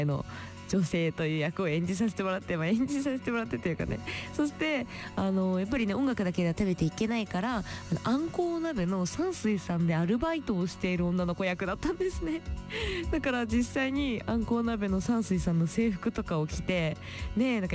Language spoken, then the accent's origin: Japanese; Mito, Ibaraki, Japan; 私も地元でね、ずっと水戸に住んでるので、本当にふるさとといったら水戸だし、水戸のこの景色が大好きだし